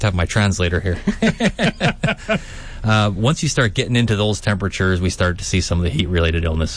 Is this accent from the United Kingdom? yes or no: no; Canada; moved away; I'm actually from Canada originally, so I speak more in Celsius